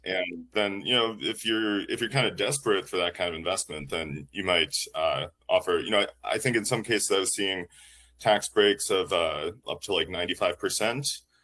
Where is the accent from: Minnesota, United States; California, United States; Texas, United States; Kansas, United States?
Minnesota, United States; Duluth; born or raised there